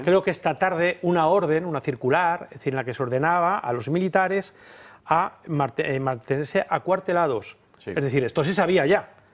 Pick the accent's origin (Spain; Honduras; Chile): Spain; lo que somos los españoles somos administradores de un legado que hemos recibido y que tenemos que dar a nuestros hijos